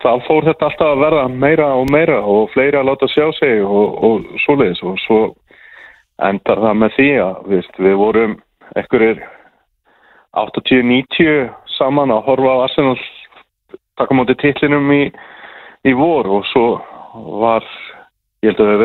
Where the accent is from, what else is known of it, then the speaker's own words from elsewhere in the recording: Neskaupstaður, Eastern Region, Iceland; now in Vestmannaeyjar, Iceland; ég er fættur uppalinn í Neskaupstað